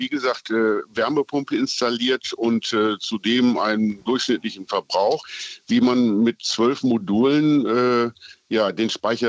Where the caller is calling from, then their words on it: Berlin, Germany; Berlin. Als Berliner